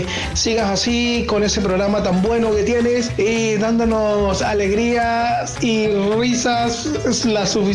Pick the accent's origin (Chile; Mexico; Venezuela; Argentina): Venezuela; now in Spain; Yo soy latino, soy de Venezuela y tengo ya tiempo viviendo en España